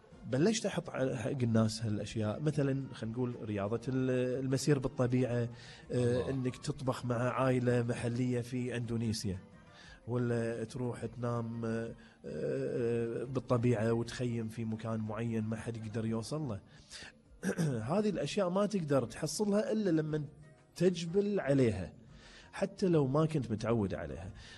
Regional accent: Kuwait; ونرجع مرة ثانية الكويت ونحوس فيها شوية ونكتشف الأماكن التاريخية والحضارية والسياحية اللي تمتلكها ديرتنا الحبيبة

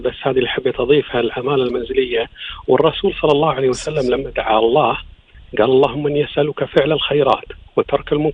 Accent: Kuwait; لكن احنا الحمد لله في مجتمعنا بالكويت خاصة والخليج

